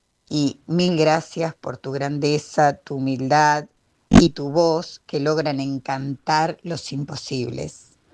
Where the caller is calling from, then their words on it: Ramos Mejía, Buenos Aires Province, Argentina; de Ramos Mejía